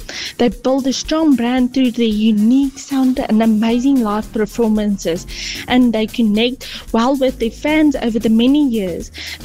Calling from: Newcastle, KwaZulu-Natal, South Africa; I'm from Newcastle.

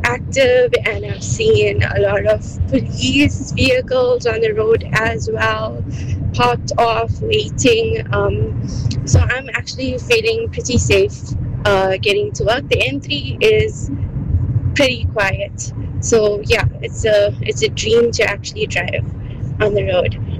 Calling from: Pietermaritzburg, KwaZulu-Natal, South Africa; from Pietermaritzburg. I am currently traveling from Pietermaritzburg to Hillcrest.

